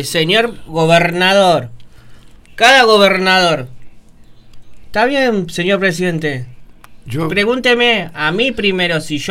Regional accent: Argentina; pero son avivados. Somos argentinos.

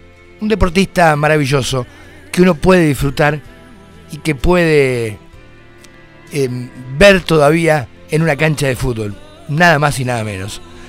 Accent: Argentina; Pero bueno, ustedes saben cómo somos todos los argentinos. Los argentinos somos...

